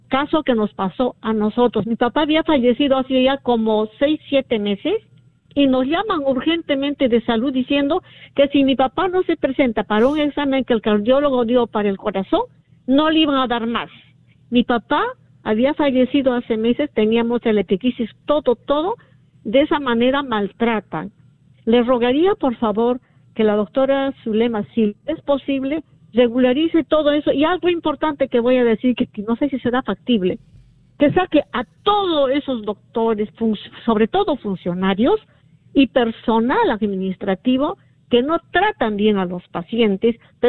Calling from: Lima, Peru; de San Juan de Miraflores.

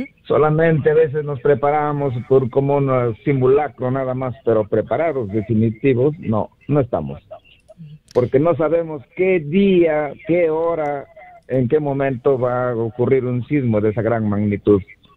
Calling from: Lima, Peru; Estoy llamando de Comas.

